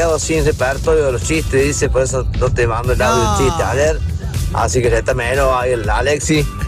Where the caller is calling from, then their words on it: Córdoba, Argentina; de los Paraísos